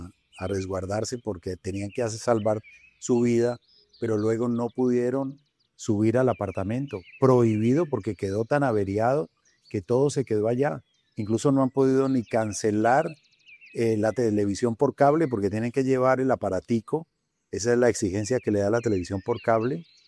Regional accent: Colombia

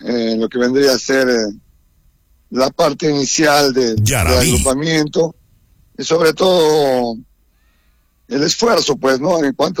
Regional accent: Peru; como peruanos que somos

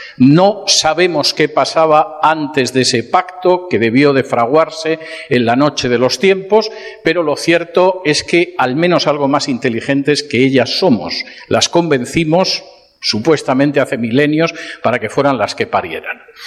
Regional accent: Spain

